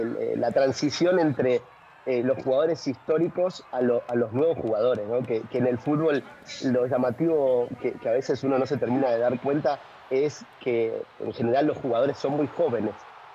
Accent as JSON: {"language": "Spanish", "town": "Rosario", "region": "Santa Fe", "country": "Argentina", "said": "yo soy de la misma ciudad de Messi, de la misma ciudad de Los Celso, yo soy de la ciudad de Rosario"}